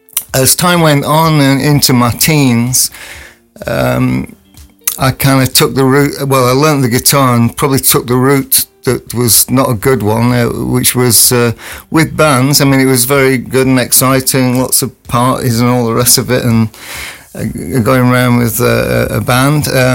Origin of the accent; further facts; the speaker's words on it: Chorley, North West England, United Kingdom; born there; I was born in Chorley. 12 Rotherwick Avenue in the house.